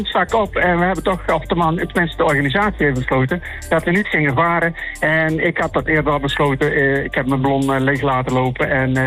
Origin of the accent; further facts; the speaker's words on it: Netherlands; now in United States; Nee, ik ben de enige echte Nederlander.